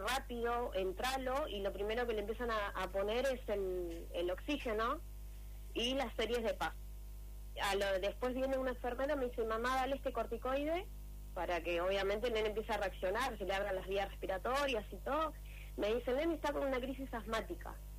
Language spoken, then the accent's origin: Spanish; González Catán, Buenos Aires Province, Argentina; yo soy de González Catán, tengo hospitales acá